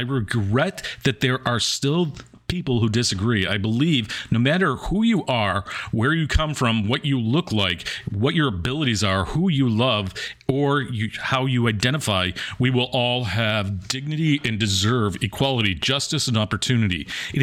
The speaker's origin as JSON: {"language": "English", "town": "Hilton", "region": "New York", "country": "United States", "said": "He's from Hamlin. I'm from Hilton. I think he went to Brockport schools. But we're both from a very rural area that was very hard to come out in."}